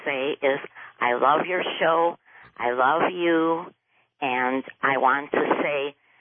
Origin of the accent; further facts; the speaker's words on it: Ohio, United States; Hi. I'm from Ohio.